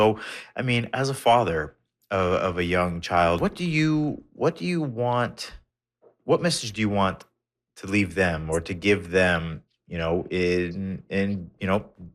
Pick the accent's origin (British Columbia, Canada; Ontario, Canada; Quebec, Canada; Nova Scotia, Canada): Ontario, Canada; Toronto; now in Dawson, Canada; they embrace me because I'm not from here. I'm from Toronto, but my son is born here, will be raised here